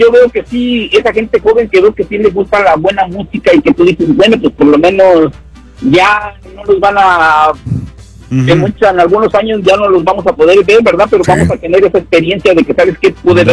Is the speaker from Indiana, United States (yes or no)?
yes; Indiana, United States; Mira, por ejemplo, yo soy de acá de Indiana.